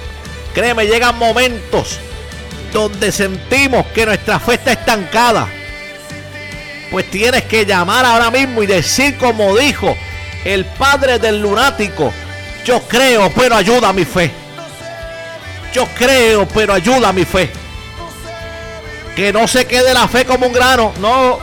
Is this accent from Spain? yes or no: no; Puerto Rico; como decimos en Puerto Rico